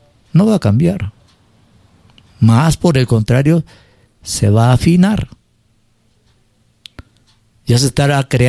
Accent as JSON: {"language": "Spanish", "region": "Arequipa", "country": "Peru", "said": "de nosotros como pueblo peruano, Arequipa"}